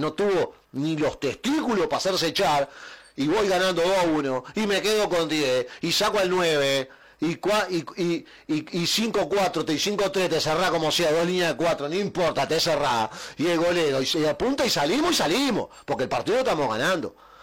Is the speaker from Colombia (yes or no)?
no; Uruguay